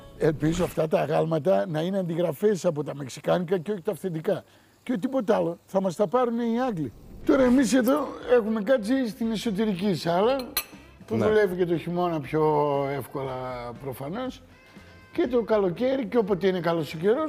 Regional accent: Thessaloniki, Central Macedonia, Greece; με τεκάγιο μεγαλώσαμε στη Θεσσαλονίκη.

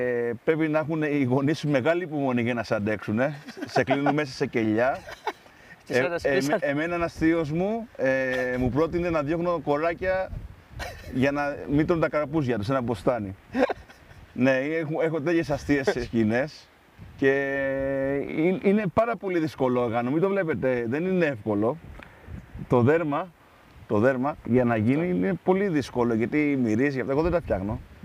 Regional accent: Mykonos, South Aegean, Greece; Είμαι από τη Μύκονο, πήγα σχολείο εδώ πέρα, μεγάλωσα.

